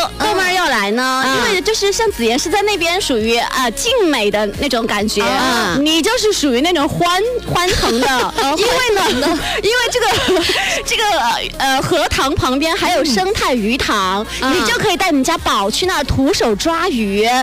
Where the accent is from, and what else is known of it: Sichuan, China